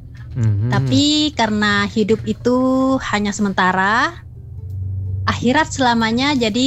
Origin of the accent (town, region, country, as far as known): Pemali, Bangka Belitung Islands, Indonesia; born there; also born or lived in Bengkulu